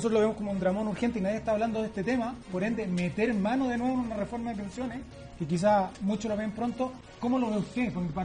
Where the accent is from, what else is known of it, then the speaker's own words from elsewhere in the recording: Valparaíso, Chile; Yo vengo del Cerro Rocuán de Valparaíso.